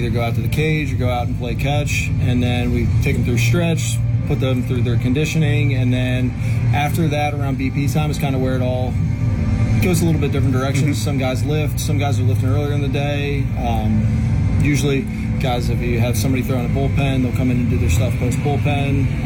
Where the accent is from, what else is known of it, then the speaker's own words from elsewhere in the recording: New Jersey, United States; Growing up in the South Jersey, Greater Philadelphia area, it was cool to have my first job in professional baseball with the Phillies